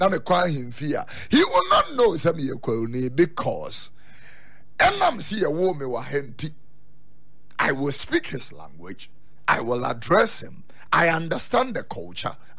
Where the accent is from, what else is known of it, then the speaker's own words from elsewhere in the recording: Accra, Greater Accra, Ghana; born there; Ama abuame, I was born in Accra. So I see myself more as a girl than a kwewu person.